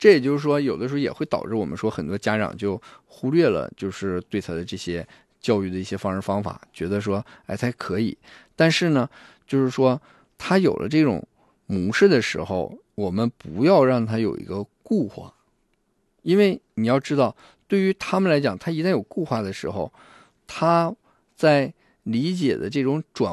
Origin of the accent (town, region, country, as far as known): Northeast China, China